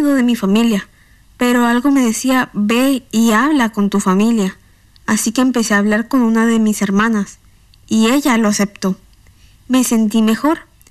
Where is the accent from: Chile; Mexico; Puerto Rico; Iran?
Iran; Me preocupaba que al regresar a mi ciudad natal, la gente supiera que era cristiana.